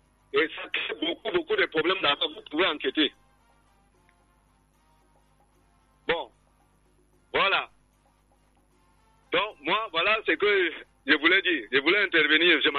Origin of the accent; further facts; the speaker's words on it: Bokito, Centre, Cameroon; Moi qui vous parlais là, je suis Yambassa de Bokito.